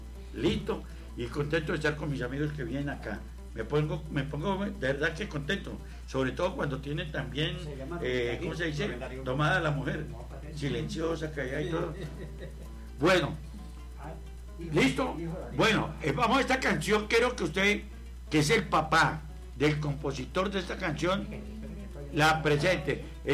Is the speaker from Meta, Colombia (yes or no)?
yes; Meta, Colombia; y yo soy del Meta